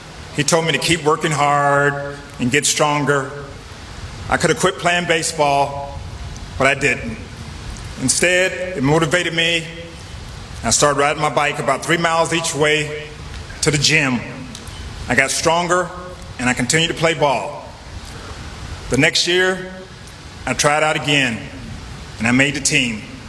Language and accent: English; Tampa, Florida, United States; Growing up in Tampa, Florida, my Lincoln Gardens neighborhood